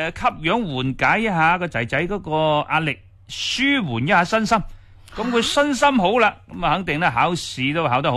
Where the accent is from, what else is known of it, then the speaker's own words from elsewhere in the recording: Guangdong, China; 我哋广东人